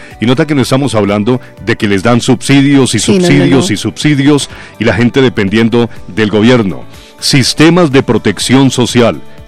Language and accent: Spanish; Colombia